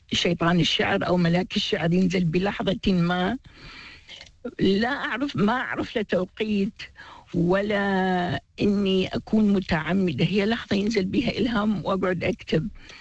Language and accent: Arabic; Iraq; أنا من العراق، أنتمي لمنتدى الجامعيين العراقيين